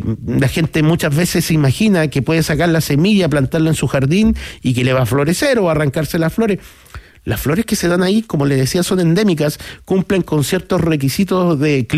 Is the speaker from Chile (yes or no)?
yes; Vallenar, Atacama, Chile; also born or lived in Viña del Mar; Vallenarino empedernido, yo soy nacido, criado, me fui a estudiar fuera, a Viña del Mar, pero volví y quiero morirme en mi tierra, no me gustaría nunca irme de Vallenar